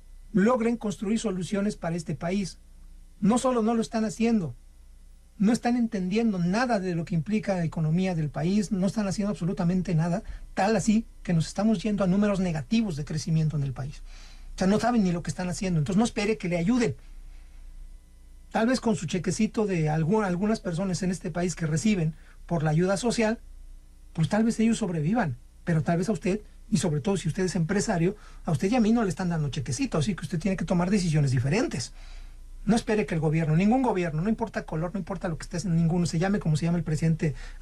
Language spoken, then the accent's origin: Spanish; Mexico; esto somos nosotros como mexicanos, qué feo, ¿verdad?